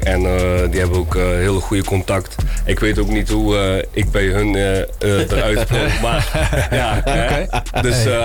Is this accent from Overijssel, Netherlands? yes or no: no; Tilburg, North Brabant, Netherlands; Ik kom uit Tilburg.